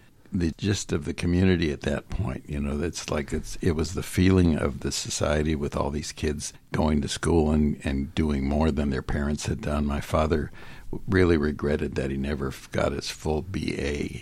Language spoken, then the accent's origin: English; Los Angeles, California, United States; moved away as an adult; also born or lived in Burbank, California; now in Olympic Peninsula, Washington, United States; I'm born and bred in Los Angeles. I lived there for pretty much 44 years.